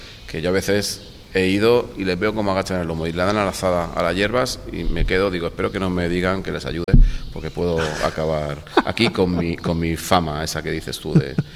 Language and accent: Spanish; Benidorm, Valencian Community, Spain; now in Alfaz del Pi, Spain